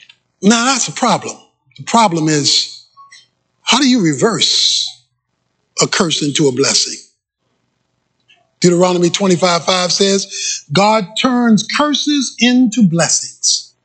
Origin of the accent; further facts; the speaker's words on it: Baltimore, Maryland, United States; When I was growing up in Baltimore, we went duck pin bow